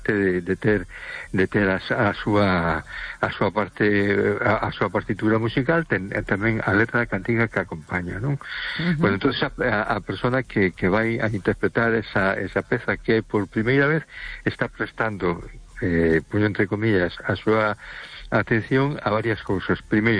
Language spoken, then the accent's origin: Spanish; A Coruña, Galicia, Spain; Hola, buenas noches. … de Coruña.